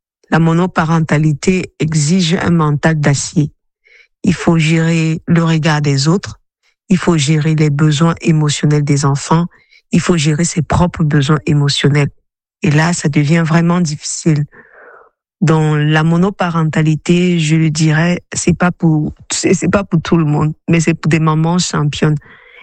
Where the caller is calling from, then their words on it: Cameroon; Je vis au Cameroun, maman solo séparée depuis 6 ans.